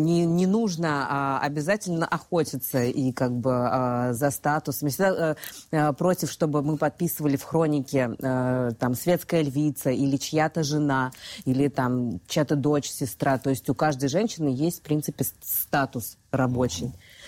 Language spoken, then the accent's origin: Russian; Moscow, Russia; Касательно того, что я чувашка, и все мои родственники из Чебоксар, и как бы это моя этническая принадлежность, там моя семья, и вот в этом я для себя особенно. А то, что как бы мои родители жили в Москве, и как бы я москвичка